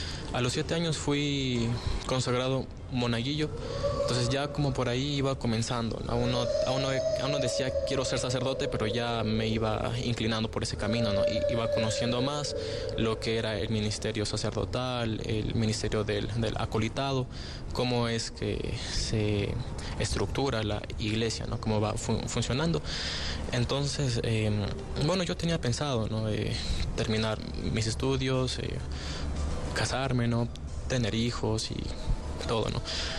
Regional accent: Quito, Pichincha, Ecuador; Tengo 22 años. Soy de Quito.

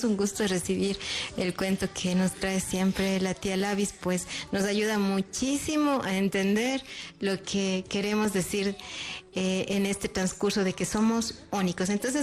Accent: Cuenca, Azuay, Ecuador; born there; Desde nacimiento somos cuencanas.

